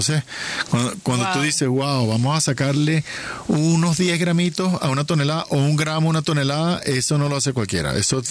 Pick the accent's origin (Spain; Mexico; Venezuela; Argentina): Venezuela; Como venezolanos debemos estar avergonzados